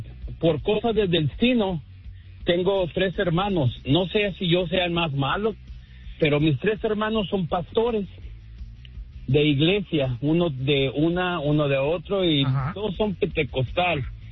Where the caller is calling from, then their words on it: Tijuana, Baja California, Mexico; de Tijuana.